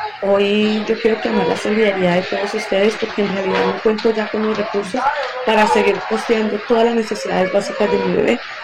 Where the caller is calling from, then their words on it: Tame, Arauca, Colombia; vivo en el municipio de Tania, Arauca